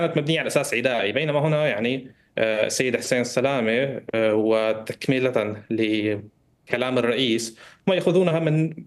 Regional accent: Syria; now in Doha, Qatar; نحن كسوريين

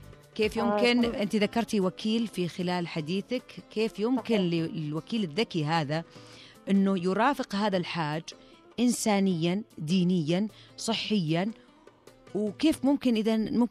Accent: Saudi Arabia; طبعا احنا نفخر فيها كسعوديين ونفخر بوجودها

